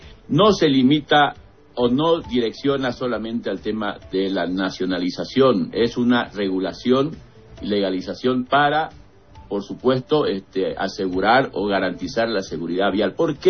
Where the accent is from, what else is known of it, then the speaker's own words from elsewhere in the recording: Samaipata, Santa Cruz, Bolivia; born there; Yo soy egresado de la Universidad Evangélica Boliviana de Santa Cruz, yo soy nacido en Samaipata